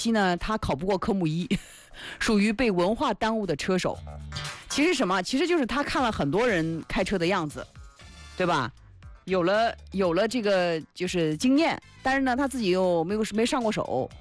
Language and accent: Chinese; Feixi, Anhui, China; accent: Feixi dialect; 我们这方言好大